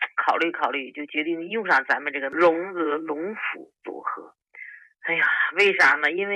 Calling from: Beijing, China; 我是北京的。

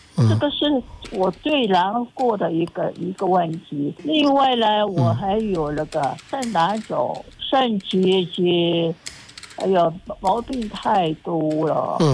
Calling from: Kunming, Yunnan, China; 我是昆明人。

